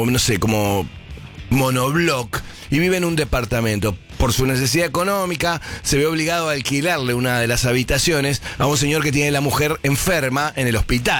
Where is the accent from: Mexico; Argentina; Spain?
Argentina; cómo somos los argentinos